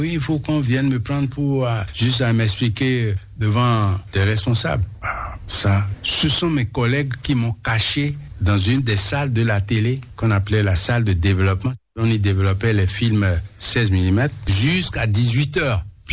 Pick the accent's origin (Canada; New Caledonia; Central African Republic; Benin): Benin